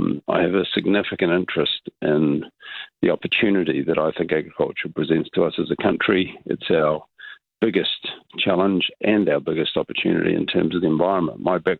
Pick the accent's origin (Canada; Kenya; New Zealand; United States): New Zealand; Auckland; I'm a kid raised in Tāmaki Makaurau, Auckland, so I can't make a claim to being a farmer or having a particularly strong personal agricultural background